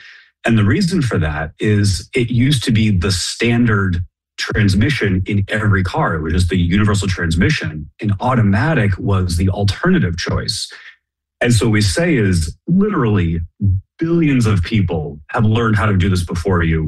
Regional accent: Boston, Massachusetts, United States; moved away; I'm from Boston originally.

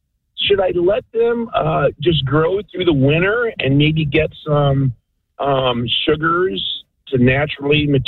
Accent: Michigan, United States; now in Oxford, United States; So I live up in Oxford. I'm originally from Michigan, and I'm not used to all of this hot weather that's been going on for the last 2 months.

